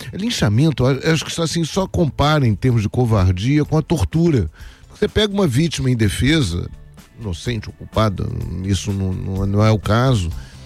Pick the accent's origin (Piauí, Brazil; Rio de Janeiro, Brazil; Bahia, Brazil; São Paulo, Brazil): Rio de Janeiro, Brazil; born there; Sai na Clarimundo de Melo, por sinal, onde eu nasci, onde eu nasci, na Clarimundo de Melo, ali em Quintino